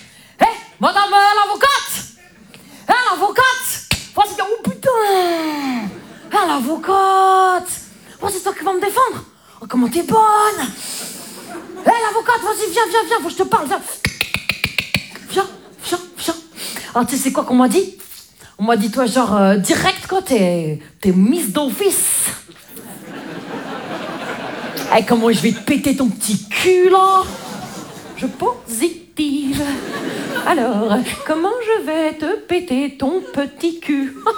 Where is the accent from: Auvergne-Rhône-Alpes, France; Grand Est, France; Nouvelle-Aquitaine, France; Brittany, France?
Grand Est, France; Moi, je viens des Vosges. Les Vosges.